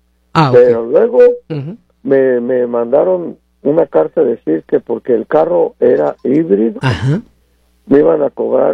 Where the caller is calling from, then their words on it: Tijuana, Baja California, Mexico; Yo vivo en Tijuana. Yo vivo en Tijuana.